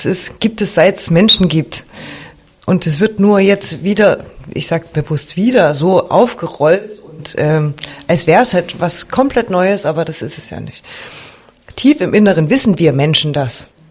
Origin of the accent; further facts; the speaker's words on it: East Germany, Germany; Also kann man schon sagen, ich bin Ossi. Und ich bin stolz drauf.